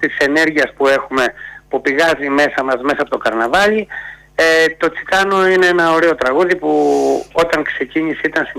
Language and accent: Greek; Patras, Western Greece, Greece; Αγαπάω την πόλη μου. Είμαι γέννημα Θρεμαπατρινός. Ασχολούμαι με τα κοινά της πόλης